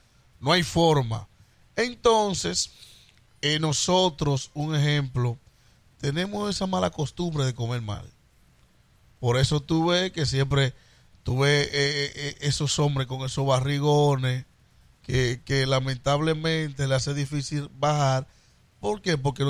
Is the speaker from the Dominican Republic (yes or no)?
yes; Dominican Republic; now in Rhode Island, United States; siendo dominicano